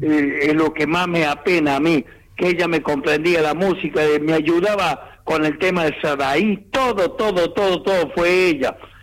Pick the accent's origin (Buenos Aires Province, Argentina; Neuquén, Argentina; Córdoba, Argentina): Córdoba, Argentina; Villa del Rosario; born there; Yo nací en Villa Rosario, pero mis padres vivían acá porque antes la única maternidad que había en el departamento era Villa de Rosario, así que por esa circunstancia nací en Villa de Rosario.